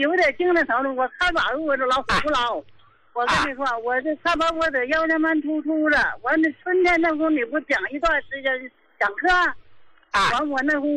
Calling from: Qingdao, Shandong, China; 我是青岛的。

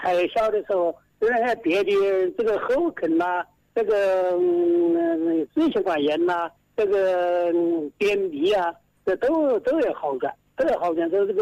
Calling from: Hanchuan, Hubei, China; 我是汉川的，我陈湖。

